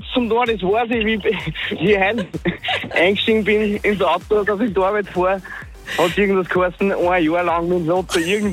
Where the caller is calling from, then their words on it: Upper Austria, Austria; Aus Oberösterreich, von Glöbruck.